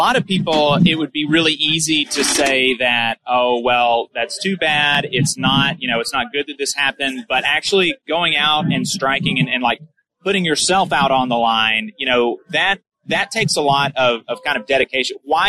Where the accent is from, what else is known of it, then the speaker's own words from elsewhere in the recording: the South, United States; I'm from the South.